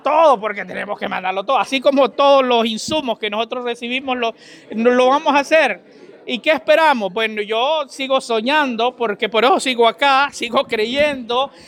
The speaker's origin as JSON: {"language": "Spanish", "country": "Honduras"}